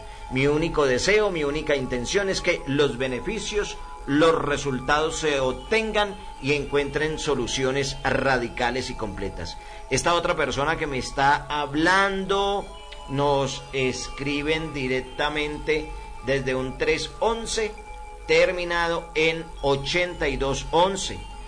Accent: Filandia, Quindío, Colombia; Y yo soy de Finlandia, Quindío.

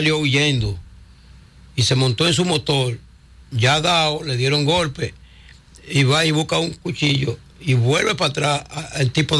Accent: Bonao, Monseñor Nouel, Dominican Republic; yo soy de Bonao

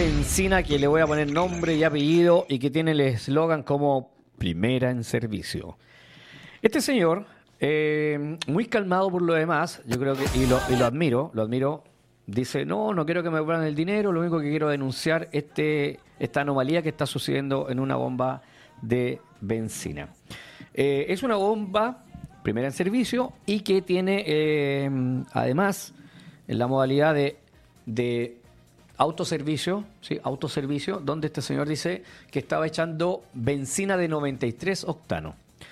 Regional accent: Chile

